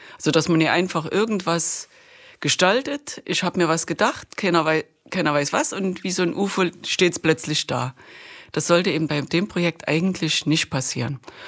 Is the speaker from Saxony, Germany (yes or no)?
yes; Chemnitz, Saxony, Germany; Ich bin Chemnitzer Künstlerin